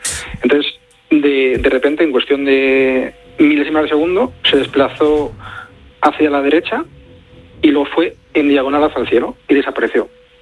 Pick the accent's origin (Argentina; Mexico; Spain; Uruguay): Spain; Madrid, Community of Madrid; Pues mire, yo tengo 46 años, soy de Madrid.